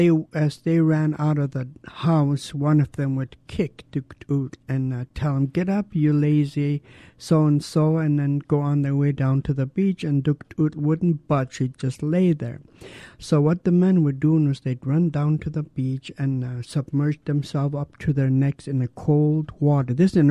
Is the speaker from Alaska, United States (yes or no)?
yes; Douglas, Alaska, United States; I was born and raised in Douglas. I belong to the Raven Moiety. I come from the Whale House in Klukwan, which is a Kanak-Tedi house.